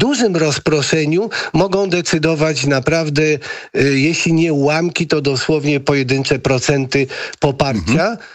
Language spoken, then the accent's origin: Polish; Kraków, Lesser Poland, Poland; Tak, jestem krakowianinem od urodzenia.